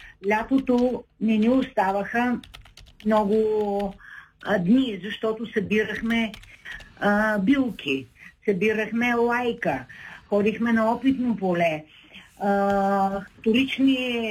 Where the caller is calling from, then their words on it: Shumen, Shumen Province, Bulgaria; съм пак от Шумен.